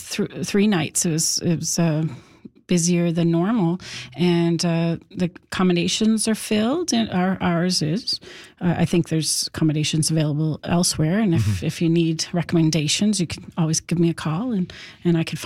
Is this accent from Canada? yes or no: yes; St. Anthony, Newfoundland and Labrador, Canada; When I grew up in St. Anthony, and we would drive. It would take 2 hours to get to Lancemeadows from St. Anthony because it was a dirt road I was a child.